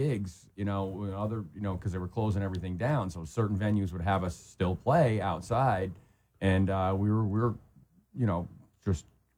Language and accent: English; Schodack, New York, United States; now in Chatham, United States; I am a native, actually, of Scodak, New York.